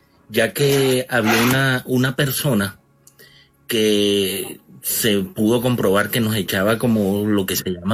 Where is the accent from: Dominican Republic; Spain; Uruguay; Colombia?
Colombia; Barranquilla, Atlántico; yo soy de Barranquilla, yo crecí en una casa